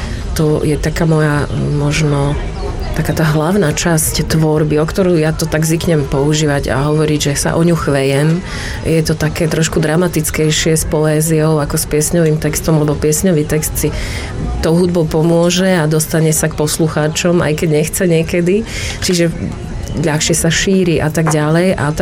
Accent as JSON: {"language": "Slovak", "town": "Prešov", "region": "Prešov Region", "country": "Slovakia", "moved": "as an adult", "lives_now": "Ružomberok, Slovakia", "said": "stále som Prešovčanka"}